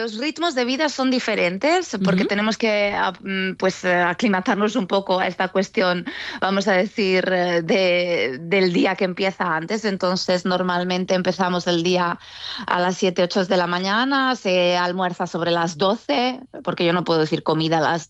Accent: Zaragoza, Aragon, Spain; Cualquier jota, yo nunca he cantado jotas, pero a veces los grupos cuando se enteran que soy de Zaragoza me cantan alguna jota y me hacen llorar

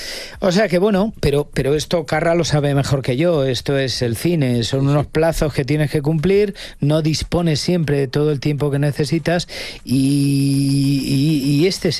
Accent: Castilla-La Mancha, Spain; Claro, es mi tierra.

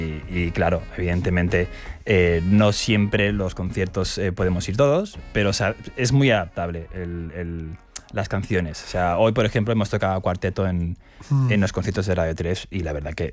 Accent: Barcelona, Catalonia, Spain; vengo de Barcelona

